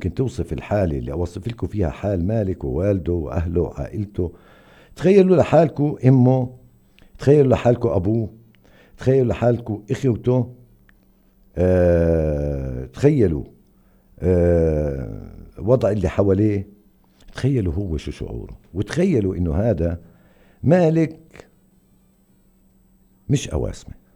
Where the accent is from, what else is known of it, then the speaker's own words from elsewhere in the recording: Hebron, Hebron Governorate, Palestine; المبلغ لا يعادل ثمن قطعة أرض عندنا في الخليل، دونم.